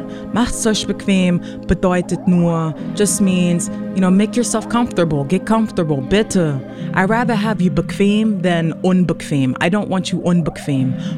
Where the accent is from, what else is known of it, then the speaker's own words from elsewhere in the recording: Mannheim, Baden-Württemberg, Germany; He's from my hometown of Mannheim.